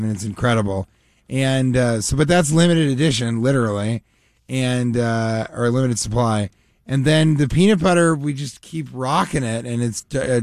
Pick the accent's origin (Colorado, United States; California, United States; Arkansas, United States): Colorado, United States; Denver; Denver, where I'm from